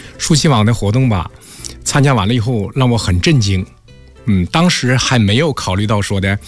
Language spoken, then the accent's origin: Chinese; Wenzhou, Zhejiang, China; also born or lived in Liaoning; now in Huairou, Beijing, China; 我老家是温州的，我一直在辽宁。